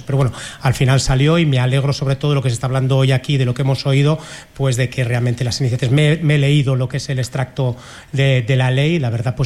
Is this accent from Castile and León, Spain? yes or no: no; Jaca, Aragon, Spain; Ninguno, ni Pachi ni yo, somos de aquí. Pachi es de San Sebastián, yo soy